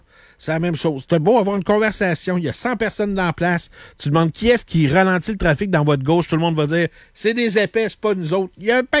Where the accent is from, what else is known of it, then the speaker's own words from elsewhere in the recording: Quebec City, Quebec, Canada; Moi, je suis chauvin de Québec. Là. Je suis chauvin de ma ville, chauvin de ma région. J'adore venir de Québec. J'adore la ville de Québec.